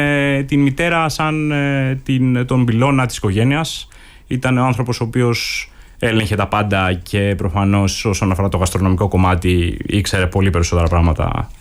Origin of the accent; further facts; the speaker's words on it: Crete, Greece; Επειδή γενικώς μεγάλωσα στην Κρήτη, έχω ιδιαίτερη αγάπη προφανώς για το τόπο